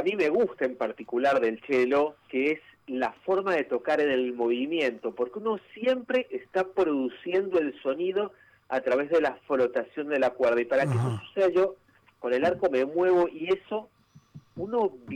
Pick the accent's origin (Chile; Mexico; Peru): Peru; now in Argentina; yo vengo hace años ya acá en la Argentina, me radiqué, yo soy de Perú